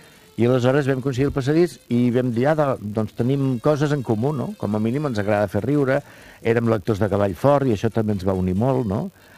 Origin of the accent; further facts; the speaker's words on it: Tarragona, Catalonia, Spain; also born or lived in Barcelona; dic que sóc de Tarragona. Però no, jo sóc de Sant Gervasi, justament.